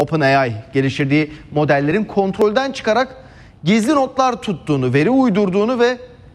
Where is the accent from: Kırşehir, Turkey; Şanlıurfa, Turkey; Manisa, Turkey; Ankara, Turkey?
Şanlıurfa, Turkey; Urfa; now in Istanbul, Turkey; memleketim diye demiyorum ama çiğ köftenin de, künefenin de, ciğerin de en güzeli Urfa'da yenir.